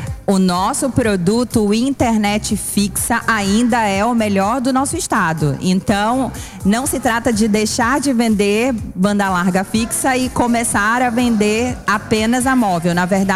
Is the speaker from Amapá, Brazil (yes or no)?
yes; Amapá, Brazil; a gente sabe tem essa dor como amapaense